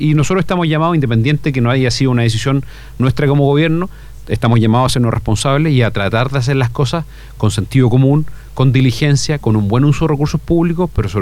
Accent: Ñuble, Chile; aquello que nos pone orgulloso como ñublensino y como chileno

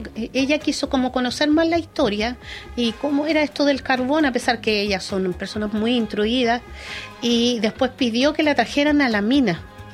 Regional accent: Lota, Biobío, Chile; Soy nacida y criada en Lota.

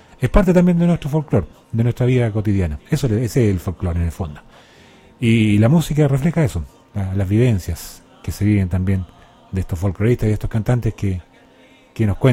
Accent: Chile; nos identificamos como chilenos mismos

